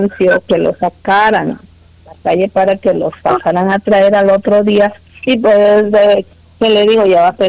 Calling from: Guanacastal, Mexico; De Guanacastal

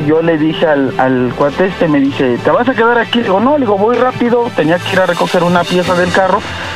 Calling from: Mexico City, Mexico; De la CDMX.

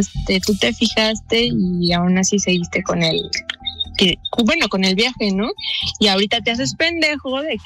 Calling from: Mexico City, Mexico; De aquí, de la CDMX.

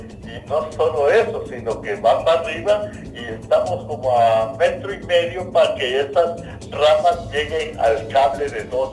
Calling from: Tapachula, Chiapas, Mexico

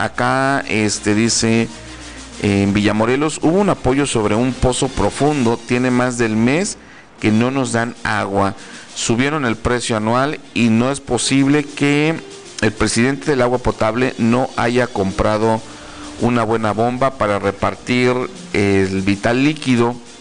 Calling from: Cintalapa, Chiapas, Mexico; Buenas tardes, soy de acá de Cintalapa.

